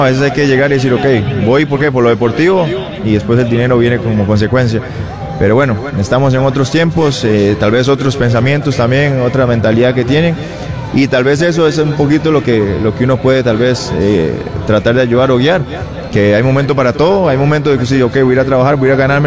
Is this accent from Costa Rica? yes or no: yes; Costa Rica; porque somos costarricenses